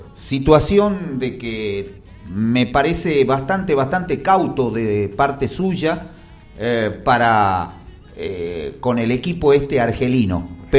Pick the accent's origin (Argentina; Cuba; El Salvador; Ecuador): Argentina; Somos argentinos y listo.